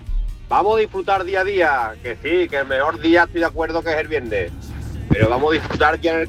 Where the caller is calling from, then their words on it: Camas, Andalusia, Spain; de La Pañoleta.